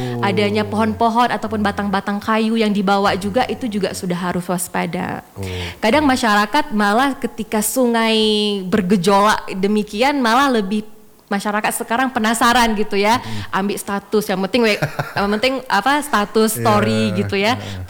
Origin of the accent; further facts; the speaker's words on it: Aceh, Indonesia; Kita Aceh Tengah ini sangat rawan gempa bumi